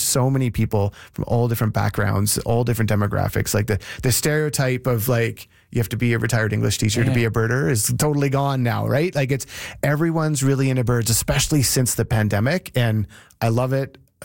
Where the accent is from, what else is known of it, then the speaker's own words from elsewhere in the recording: Ontario, Canada; growing up in Central Ontario and canoeing